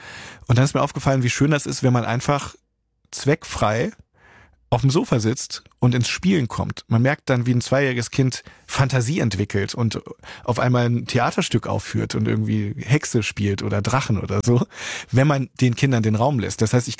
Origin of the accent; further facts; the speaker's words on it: Hamburg, Germany; Und in meiner Heimatstadt in Hamburg.